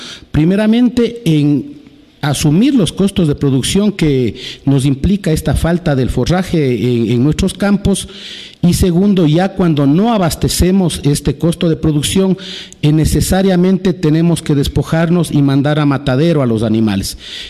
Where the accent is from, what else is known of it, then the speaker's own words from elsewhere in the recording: Píllaro, Tungurahua, Ecuador; Yo soy de Santiago de Píllaro, también soy concejal rural del cantón Santiago de Píllaro